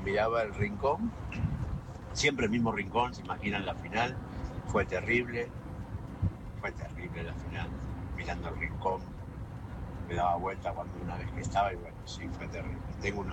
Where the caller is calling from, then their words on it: Moreno, Buenos Aires Province, Argentina; de Moreno.